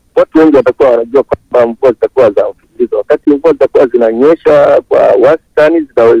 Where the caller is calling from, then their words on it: Morogoro, Tanzania; kutoka Morogoro.